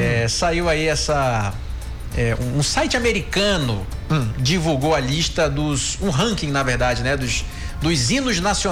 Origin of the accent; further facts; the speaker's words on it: Brazil; eu sou brasileiro